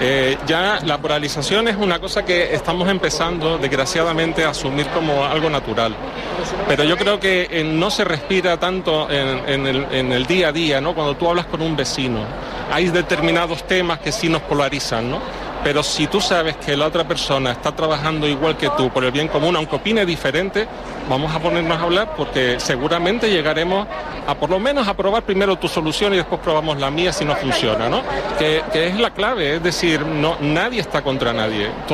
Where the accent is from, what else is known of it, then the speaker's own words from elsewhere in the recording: Canary Islands, Spain; una ventaja para nosotros como canarios